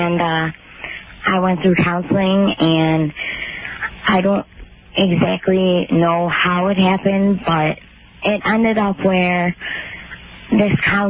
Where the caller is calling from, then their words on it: Chicago, Illinois, United States; I'm from Chicago